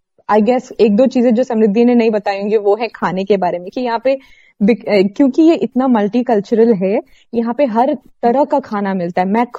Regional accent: Kerala, India; first language Malayalam; Hindi is a second language; also born or lived in Coimbatore / Bangalore; मेरे पेरेंट्स मलयाली हैं, मैं मलयाली हूँ. घर में हम लोग मलयालम में बात करते हैं फैमिली में. मगर मैं पैदा कोयम्बतूर में हुई थी जो तमिलनाडु में है, और मेरी फैमिली सेटल्ड है बैंगलोर में जो कर्नाटका में है.

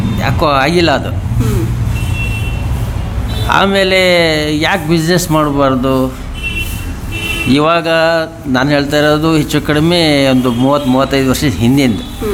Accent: Hanagere Katte, Karnataka, India; also born or lived in Shivamogga; ನಾವು ಹುಟ್ಟಿದ್ದು ತೀರ್ಥಹಳ್ಳಿ ತಾಲೂಕು ಹಣಗೇರಿ ಕಟ್ಟೆ ಅನ್ನೋ ಊರಲ್ಲಿ.

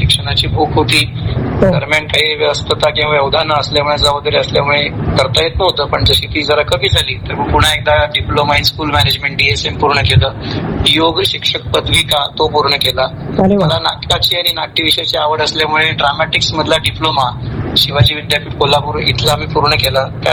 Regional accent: Nagardevla, Maharashtra, India; also born or lived in Bhadgaon / Chalisgaon / Dhule; माझं बालपण आपल्या जळगाव जिल्ह्यातल्या पाचोरा तालुक्यामध्ये नगरदेवळा म्हणून एक छोटस गाव आहे, त्या गावात गेलं. माझं प्राथमिक आणि माध्यमिक शिक्षणही बरस तिथेच पार पडलं. त्यानंतर शेजारचाच तालुका भडगाव इथे माझं 8वी नंतरच माध्यमिक शिक्षण आणि उच्च माध्यमिक शिक्षण तिथेच पूर्ण केलं

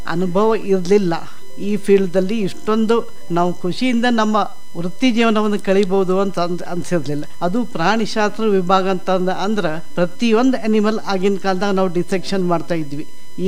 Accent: Belagavi, Karnataka, India; born there; also born or lived in Bhatkal / Savadatti; ನಂತರ ಬೆಲ್ಗಾಮ್ ಟ್ರಾನ್ಸ್ಫರ್ ಆಯಿತು. ಹೀಗೆ ನಮ್ಮ ಬೇರೆ ಬೇರೆ ಊರಲ್ಲಿ ನಮ್ಮ ಶಿಕ್ಷಣ ಕಂಟಿನ್ಯೂ ಆಗ್ತಾ ಹೋಯಿತು. 1964 ಬೆಲ್ಗಾಮ್ ಬಂದ್ವಿ.

